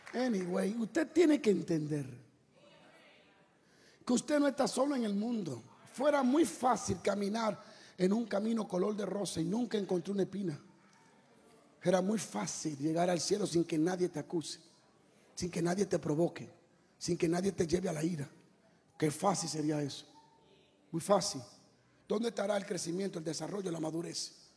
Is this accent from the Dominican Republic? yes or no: yes; Dominican Republic; Yo soy dominicano.